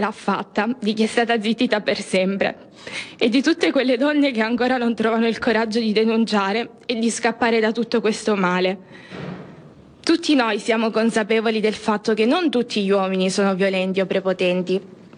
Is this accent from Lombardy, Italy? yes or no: no; Calabria, Italy; sono donna, perché sono calabrese e perché vengo da un piccolo paesino